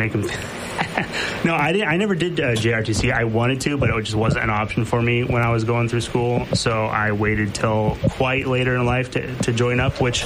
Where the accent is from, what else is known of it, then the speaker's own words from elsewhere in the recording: Mexico; Growing up in Mexico, everyone played soccer.